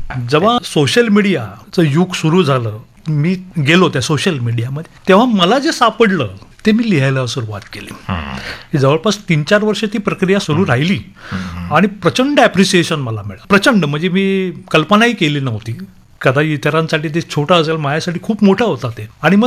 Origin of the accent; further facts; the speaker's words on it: Mumbai, Maharashtra, India; मी जरी मुंबईकर मला म्हणत असलो किंवा अनेक जण म्हणतात मी मुंबईकर आहे